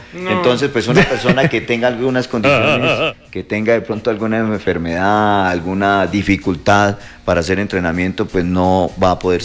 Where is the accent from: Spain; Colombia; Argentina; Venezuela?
Colombia; Yopal, Casanare; Hace poco tuve dos jóvenes que prestaban servicio, yo vengo de Yopal.